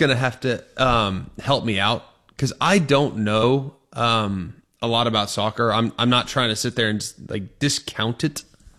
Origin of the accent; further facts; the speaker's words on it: California, United States; We had access to it growing up in California at, I don't know, from till I was 10 years old, we had access to soccer.